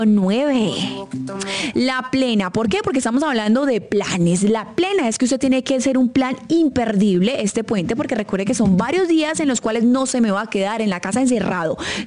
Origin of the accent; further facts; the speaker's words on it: Colombia; somos los colombianos